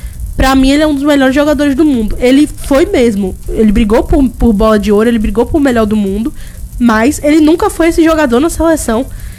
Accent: Brazil; Enquanto brasileiros

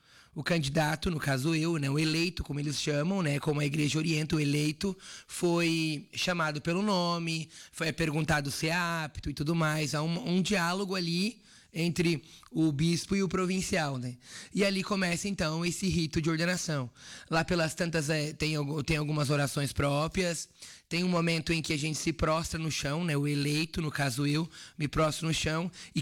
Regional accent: São João do Sul, Santa Catarina, Brazil; also born or lived in Canoas; now in Soledade, Brazil; a minha terra natal, que é no município de São João do Sul, litoral sul catarinense.

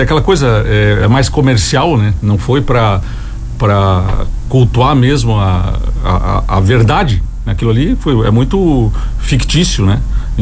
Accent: Uruguaiana, Rio Grande do Sul, Brazil; Eu sou de Uruguaiana

